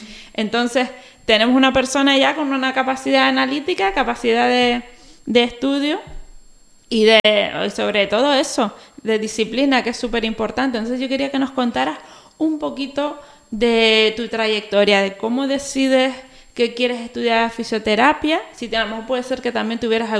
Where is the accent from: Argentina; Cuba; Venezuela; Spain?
Spain; Telde, Canary Islands; yo que soy de Telde